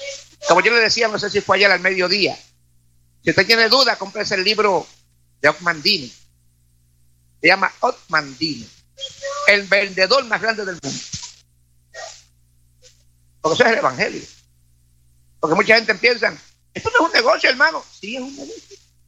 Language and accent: Spanish; Puerto Rico; moved away; a mí me enseñaron en mi país, en Puerto Rico